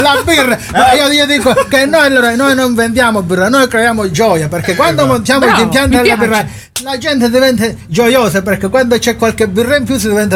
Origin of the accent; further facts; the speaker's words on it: Calabria, Italy; Se siamo calabresi dobbiamo rispettare le tradizioni